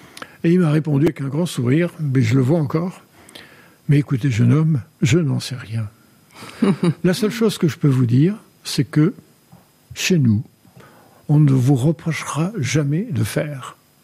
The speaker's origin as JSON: {"language": "French", "region": "Provence-Alpes-Côte d'Azur", "country": "France", "tie": "born or raised there", "said": "Bon, pour des tas de raisons, je me suis retrouvé pensionnaire à Aix-en-Provence. Donc là, j'ai quitté la Camargue, j'ai découvert..."}